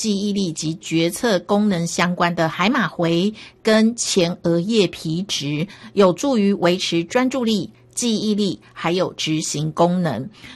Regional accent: Taiwan; 我觉得我们台湾人吃饭真的是太快了

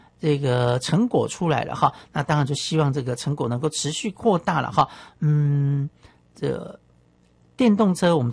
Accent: Taiwan; 当然鸿海是我们自己台湾的土生土长的产业

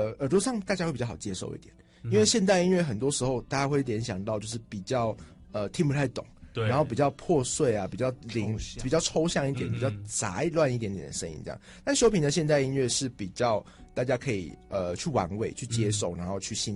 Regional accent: Yuanlin, Changhua County, Taiwan; moved away; 我是彰化人，但是在彰化里面，比如说像跟佩伍或是像跟彰化市的朋友，我就说我是园林人。

